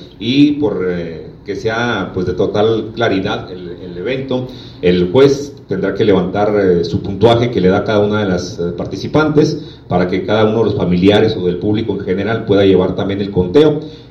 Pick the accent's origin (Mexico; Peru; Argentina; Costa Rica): Mexico